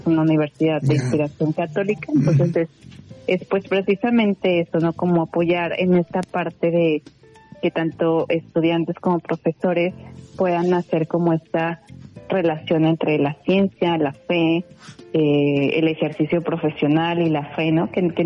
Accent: Mexico; moved away; siendo además mexicanas

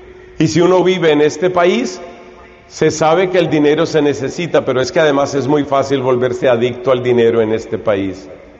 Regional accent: Colombia; Hemos tenido en mi país, Colombia, hemos tenido el caso de varias chicas que han muerto después de operaciones que se hicieron para ser más bonitas.

